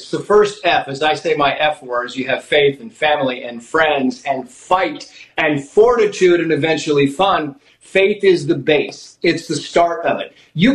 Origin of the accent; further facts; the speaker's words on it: San Diego, California, United States; I mean, we are Irish Catholics, and as you say, I grew up in San Diego